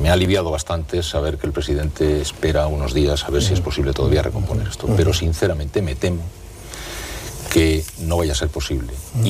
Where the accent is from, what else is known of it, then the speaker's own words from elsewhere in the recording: Basque Country, Spain; Sí, me considero vasco y español.